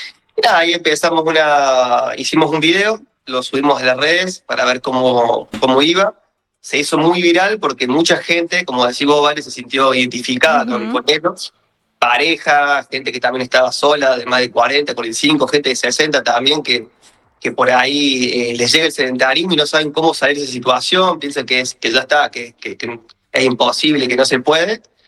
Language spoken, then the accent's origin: Spanish; Alta Gracia, Córdoba, Argentina